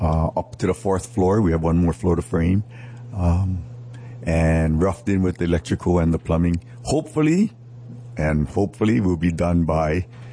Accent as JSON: {"language": "English", "area": "Mauna Loa", "region": "Hawaii", "country": "United States", "tie": "born or raised there", "said": "I'm from Mauna Loa, and I grew up in Mauna Loa"}